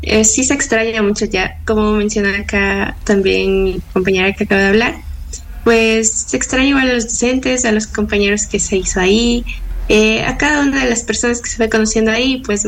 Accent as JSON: {"language": "Spanish", "town": "Sigchos", "region": "Cotopaxi", "country": "Ecuador", "moved": "as an adult", "said": "Yo soy del Cantón Sichos."}